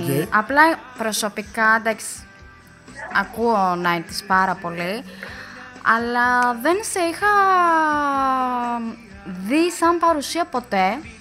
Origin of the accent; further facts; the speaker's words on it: Piraeus, Attica, Greece; Επίσης θα πω ότι μεγάλωσα στον Πειραιά, στην Αθήνα.